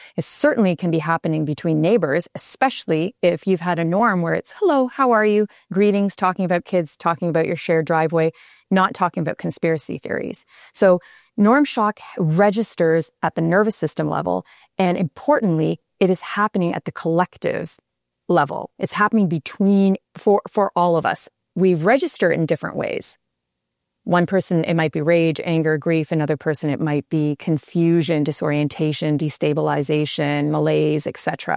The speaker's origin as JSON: {"language": "English", "country": "Canada", "said": "I'm a Canadian, I would have never thought that this that our relationship with the U.S. would become destabilized."}